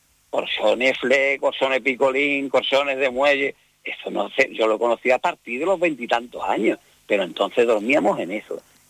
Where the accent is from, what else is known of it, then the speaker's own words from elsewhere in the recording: Andalusia, Spain; yo me acuerdo en mi pueblo está separado de Sevilla, unos 8 o 9 kilómetros, yo me acuerdo que en mi pueblo no había, en aquellos tiempos